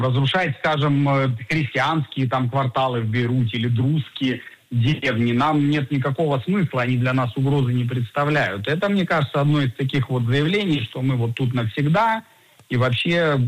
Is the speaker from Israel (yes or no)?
yes; Israel